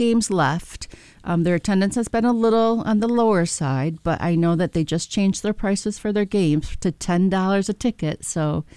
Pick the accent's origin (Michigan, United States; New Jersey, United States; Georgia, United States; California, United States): Michigan, United States; Saginaw; So I've been in Saginaw my entire life, Saginaw County. I grew up in Saginaw Township, lived in Carlton for a long time.